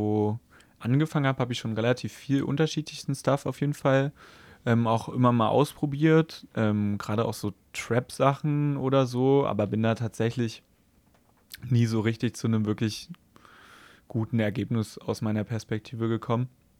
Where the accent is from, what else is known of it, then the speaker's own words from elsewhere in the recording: Halle, Saxony-Anhalt, Germany; Ich meine, ich komme aus Halle, wir waren früher öfter mal in Leipzig und kannten hier irgendwie ein paar Leute und so